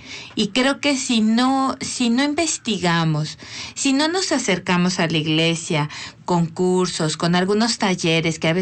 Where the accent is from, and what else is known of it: Mexico